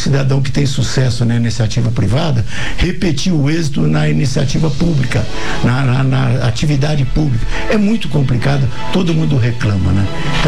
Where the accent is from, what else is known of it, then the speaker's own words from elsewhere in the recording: São José do Rio Preto, São Paulo, Brazil; born there; moved away as an adult; also born or lived in General Salgado / Cassilândia; now in Campo Grande, Brazil; É do interior. Eu nasci em José Bonifácio, ali ao lado de São José do Rio Preto